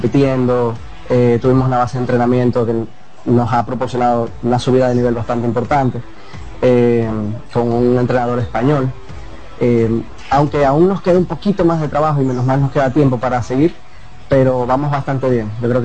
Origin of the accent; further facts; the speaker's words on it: Concepción de La Vega, La Vega, Dominican Republic; moved away; Yo soy originalmente de La Vega, Concepción de La Vega